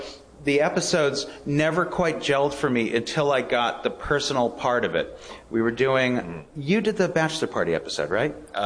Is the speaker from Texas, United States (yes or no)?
no; California, United States; I'm from Orange County, and I always thought, boy, that's going to be a limitation.